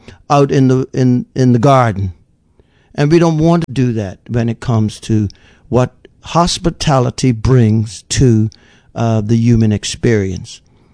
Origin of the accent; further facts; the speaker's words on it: Bermuda; You took very practical, necessary personal hygiene cleansing baths growing up in Bermuda.